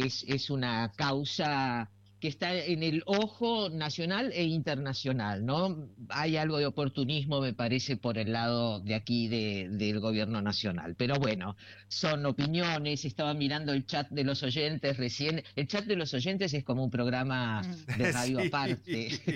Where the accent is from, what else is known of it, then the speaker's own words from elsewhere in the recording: Argentina; sobre todo que nos haga sentir orgullosos como argentinos.